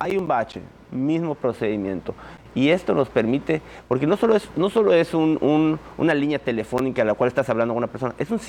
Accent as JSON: {"language": "Spanish", "town": "Progreso", "region": "Yucatán", "country": "Mexico", "said": "nosotros los progreseños"}